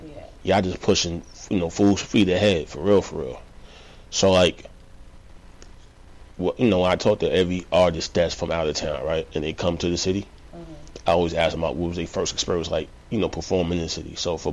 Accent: New Jersey, United States; Yeah, I'm from Jersey.

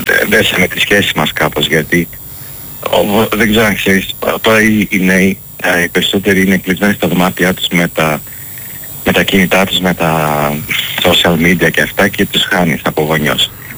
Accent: Greece; moved away as an adult; Γι' αυτό και εγώ ήθελα να φύγω όπως αν μπορούσα από την Ελλάδα. Δυστυχώς το λέω, αφήνω τον τόπο μου, αλλά αφού δεν με σέβεται ο τόπος μου, γιατί να κάτσω.

